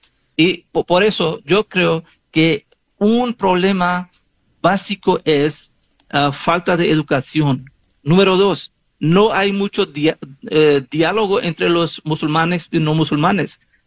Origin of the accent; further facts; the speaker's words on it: Pakistan; now in United States; yo soy de Pakistán y vivo en Estados Unidos. Entonces, para mí, la ley para vivir en este mundo es la ley de Estados Unidos, no de Pakistán.